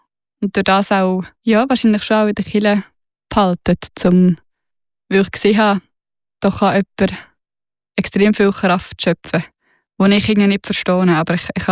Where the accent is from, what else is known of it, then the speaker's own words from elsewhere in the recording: Lucerne, Switzerland; ich bin auf dem Land im Kanton Luzern aufgewachsen